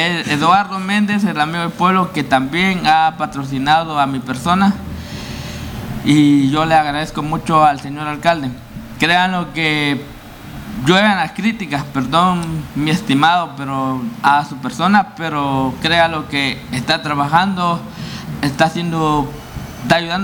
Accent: Petén, Guatemala; also born or lived in Antigua Guatemala, Sacatepéquez; Es nacido en Antigua Guatemala, por destino de la vida me vine a crecer aquí a las tierras peteneras

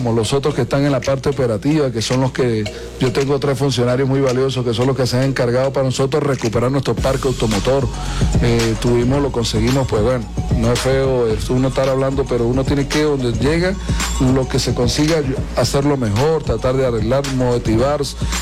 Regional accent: Mérida, Venezuela; born there; Yo nací en el Alberto Adrián y estamos aquí en el Municipio Libertador

